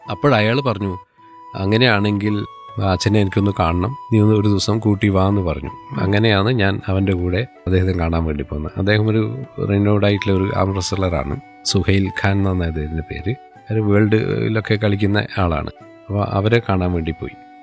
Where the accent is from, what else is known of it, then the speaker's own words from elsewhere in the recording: Taliparamba, Kerala, India; now in Ariyil, India; തളിപ്പറമ്പ് രാജരാജേശ്വര അമ്പലത്തിൻ്റെ അടുത്താണ് ഞാൻ ജനിച്ചതും വളർന്നതുമൊക്കെ.